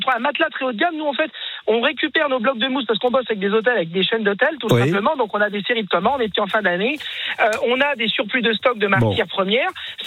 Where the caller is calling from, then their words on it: Lagny-sur-Marne, Île-de-France, France; Je vis à Lagny-sur-Marne, juste à côté de chez vous.